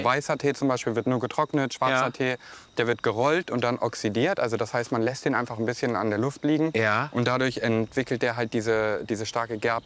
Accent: Hanover, Lower Saxony, Germany; Ich komme eigentlich aus Hannover.

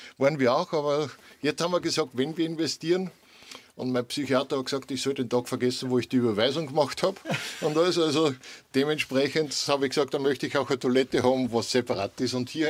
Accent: Austria; Aus Österreich.

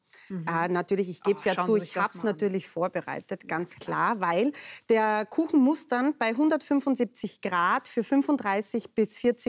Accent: Austria; Als Österreicherin sowieso.

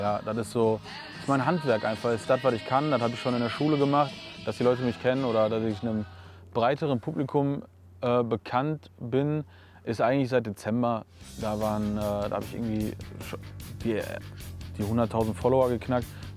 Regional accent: North Rhine-Westphalia, Germany; meine Umgebung und auch das, wo ich herkomme, ist schon einfach sehr wichtig. Einfach, weil das ist. Das ist mein Bezug, sag ich mal. Ich bin hier aufgewachsen, ich habe die Sprache mitgekriegt, ich habe das Ruppige mitgekriegt

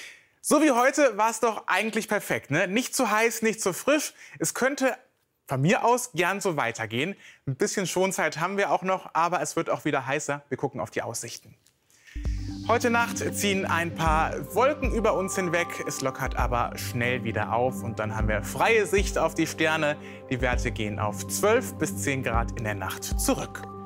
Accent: Münster, North Rhine-Westphalia, Germany; Meine Heimat, mein Verein Münster und die Preußen.

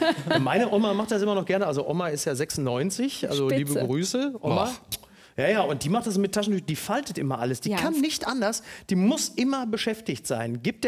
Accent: Recklinghausen, North Rhine-Westphalia, Germany; Wir kommen ja, du kommst ja aus Unna, ich komme aus Recklinghausen

